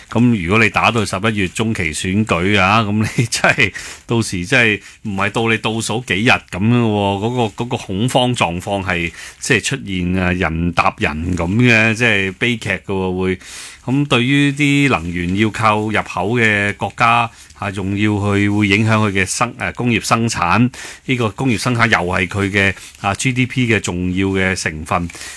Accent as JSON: {"language": "Cantonese", "country": "Hong Kong", "said": "我哋香港人"}